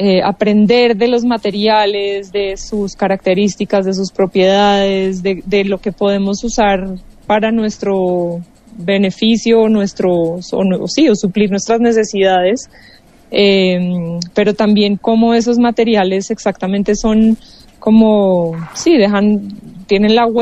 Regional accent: Colombia; como latinoamericana, como colombiana

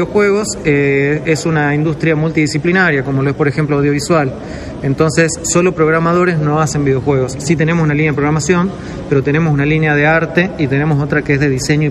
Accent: Tucumán, Argentina; somos todos docentes tucumanos también.

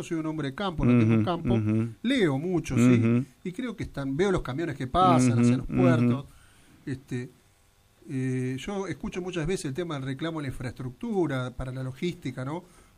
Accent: Ramallo, Buenos Aires Province, Argentina; Yo soy de Ramallo, nacido y criado en el partido Ramallo, en el barrio La Isoca.

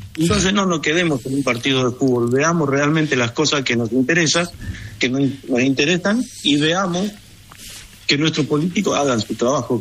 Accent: Argentina; Nosotros como argentinos, como veteranos de guerra, la causa de Malvinas lo hemos puesto muy alto

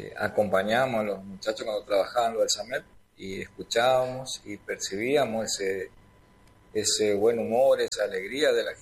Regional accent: Napenay, Chaco, Argentina; yo como soy nacido y criado en Napenay

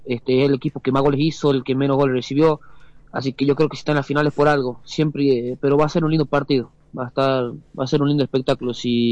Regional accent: Concepción, Tucumán, Argentina; yo soy acá de Concepción, de la ciudad de Concepción, hice infantil inferior acá en Concepción

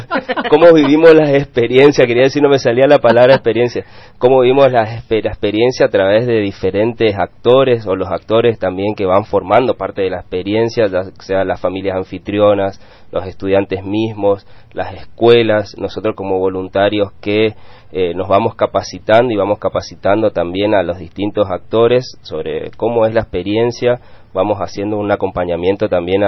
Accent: Argentina; cómo nosotros como argentinos vivimos

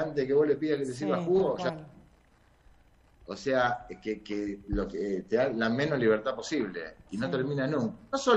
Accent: Argentina; soy argentino

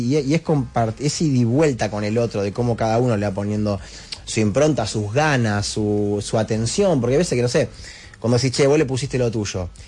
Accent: Litoral, Argentina; Yo soy del litoral.

